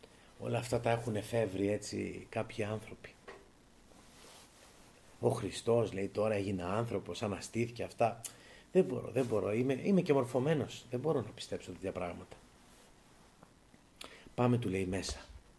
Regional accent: Attica, Greece; born there; Θα σας πω κάτι από από την πατρίδα μου. Υπάρχει μια περιοχή, ένας δρόμος που ενώνει τα Μέγαρα με την Μάνδρα, την Ελευσίνα

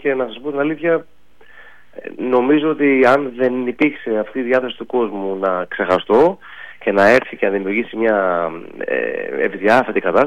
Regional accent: Patras, Western Greece, Greece; όπως είμαστε τυχεροί ως πατρινός και εγώ να έχουμε αυτό το χώρο στην πόλη μας

